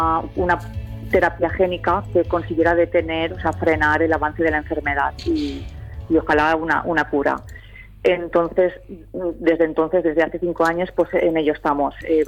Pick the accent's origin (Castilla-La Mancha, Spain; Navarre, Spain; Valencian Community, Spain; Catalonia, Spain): Valencian Community, Spain; Cullera; nosotros somos de Cullera